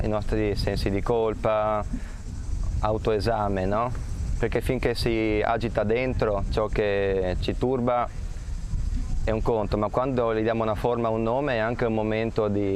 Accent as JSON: {"language": "Italian", "region": "Veneto", "country": "Italy", "said": "vengo dall'Italia, vicino a Venezia."}